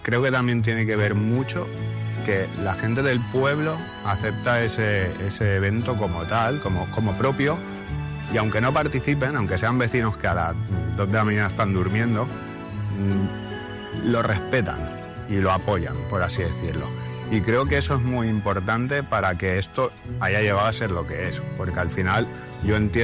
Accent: Sant Andreu de la Barca, Catalonia, Spain; oye, ¿de dónde eres? De Santander Abarca.

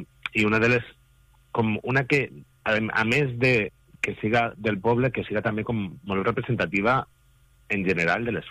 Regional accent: Guardamar, Valencian Community, Spain; però que també la pots trobar en el meu poble, en Guardamar, i allà era el màster.

